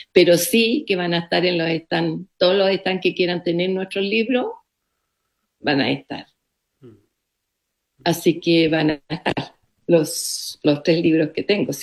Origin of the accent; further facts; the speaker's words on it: Chile; en 85 años tú has vivido mucho. Y más yo soy chilena, entonces en mi país han sucedido muchas cosas.